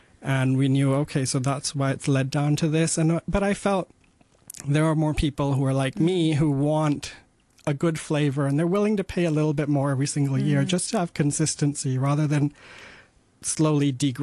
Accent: Dubai, United Arab Emirates; also born or lived in United Kingdom; now in Hong Kong; I remember food that I liked eating while growing up in Dubai. I remember cooking a lot at my university years. That was in the UK

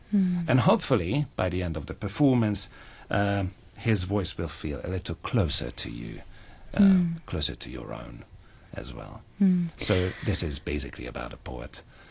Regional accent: Budapest, Hungary; English is a second language; moved away as an adult; also born or lived in London, United Kingdom; now in Hong Kong; because yes, I was born and bred in Budapest, but after my studies, I moved to London to pursue my acting career. And then 6 years ago, I moved to Hong Kong

